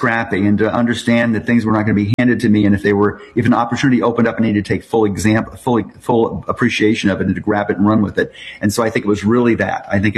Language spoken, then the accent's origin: English; Indiana, United States; moved away; Yeah, I grew up in southern Indiana in a very rural town, 100 people.